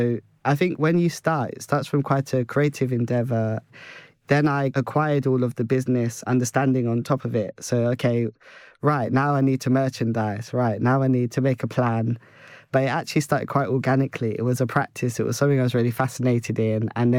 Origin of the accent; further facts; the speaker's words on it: London, United Kingdom; growing up in London, thinking about the men I grew up around